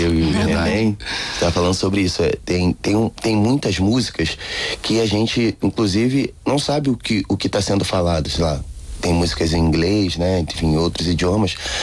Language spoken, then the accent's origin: Portuguese; Brazil; moved away; Até porque tem outros brasileiros aqui